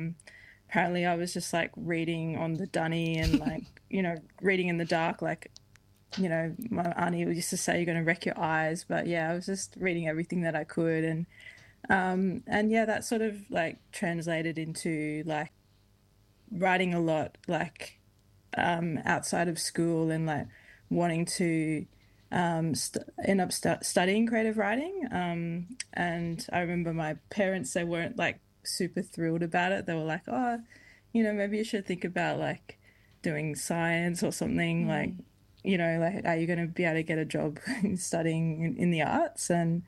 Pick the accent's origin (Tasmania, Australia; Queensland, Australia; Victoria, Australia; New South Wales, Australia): Queensland, Australia; being a Queenslander, being a queer person, being a Black fella.